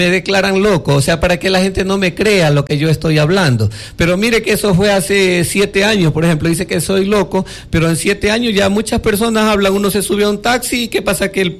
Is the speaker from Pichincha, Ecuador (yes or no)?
no; Quevedo, Los Ríos, Ecuador; como yo soy de Quevedo